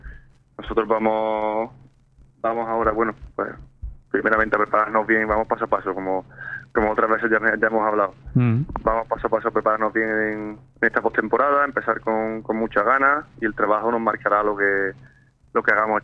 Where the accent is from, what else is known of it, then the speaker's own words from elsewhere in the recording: Baena, Andalusia, Spain; yo soy de Baena, de un pueblo de Córdoba